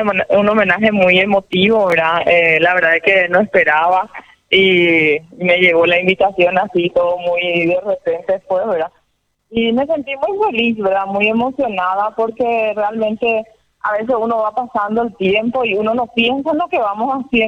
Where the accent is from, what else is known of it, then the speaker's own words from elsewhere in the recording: Paraguay; moved away as an adult; also born or lived in Spain / Brazil; Y es mi país y yo siempre estudié focada en querer venir a servir a mi pueblo, a mi patria, que es Paraguay